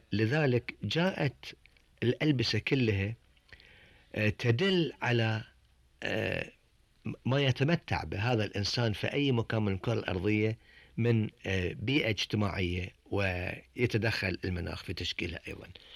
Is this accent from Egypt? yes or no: no; Bahrain; عندنا في البحرين